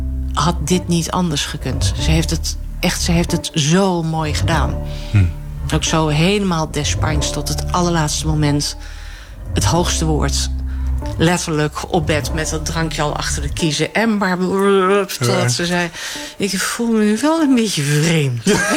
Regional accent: Harderwijk, Gelderland, Netherlands; Ik ben atheïstisch opgevoed in Harderwijk.

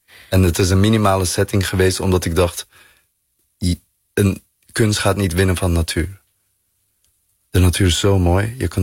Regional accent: Bergen op Zoom, North Brabant, Netherlands; En ik kom uit Bergen op Zoom. En dat is natuurlijk een grensstad.

